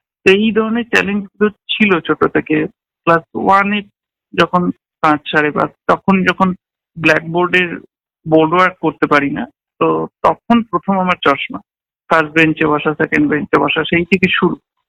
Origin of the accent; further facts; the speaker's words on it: Chandannagar, West Bengal, India; born there; চন্দননগরে মোটামুটি একটা পরিচিতি ছিল